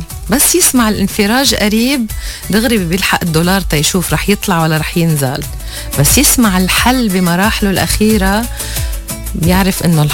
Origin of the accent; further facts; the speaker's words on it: Lebanon; بس بقاموسنا نحن اللبنانية